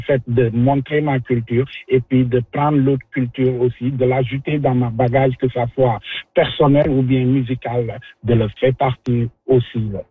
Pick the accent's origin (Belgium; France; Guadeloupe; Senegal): Senegal; moved away as an adult; now in Quebec City, Canada; Moi, personnellement, je viens du Sénégal. Mais j'ai des racines au Mali, en Guinée et en Gambie. J'ai des racines là-bas.